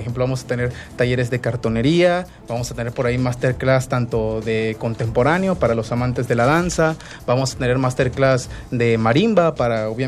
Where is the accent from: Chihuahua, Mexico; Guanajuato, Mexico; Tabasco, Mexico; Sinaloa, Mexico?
Tabasco, Mexico; las raíces que tenemos nosotros pues como tabasqueños, ¿no?